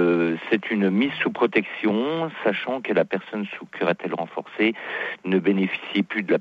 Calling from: Nancy, Grand Est, France; Je vous appelle de la région Grand Est.

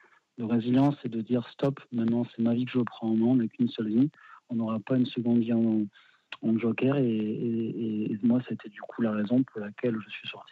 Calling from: Bordeaux, Nouvelle-Aquitaine, France; Je suis de Bordeaux.

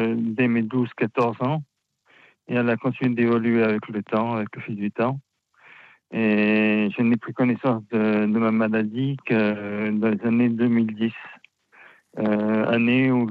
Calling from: Toulon, Provence-Alpes-Côte d'Azur, France; Je vous appelle de Toulon.

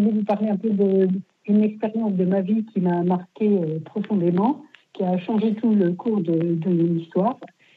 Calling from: Paris, Île-de-France, France; Je vous appelle de Paris, le 14e. Ma paroisse, c'est Saint-Pierre-de-Montrouge.

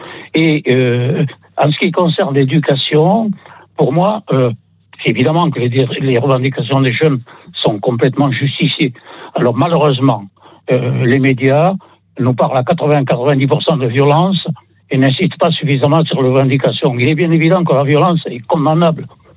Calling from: Occitanie, France; j'habite en Lozère, mais j'habite de plus en plus à Ballard-Rue-Clemens parce que je suis malvoyant, je ne peux plus conduire.

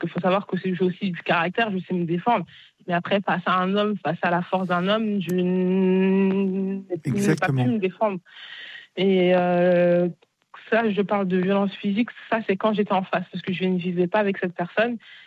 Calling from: Bagneux, Île-de-France, France; je suis en Île-de-France.

